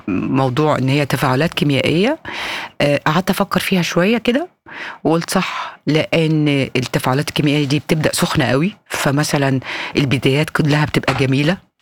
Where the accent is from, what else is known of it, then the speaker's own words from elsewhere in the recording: Egypt; عندنا في مصر